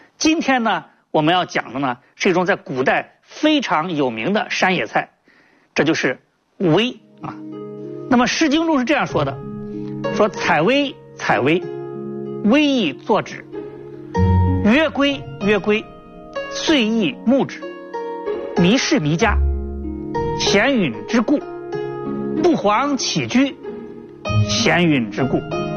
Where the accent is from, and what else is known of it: China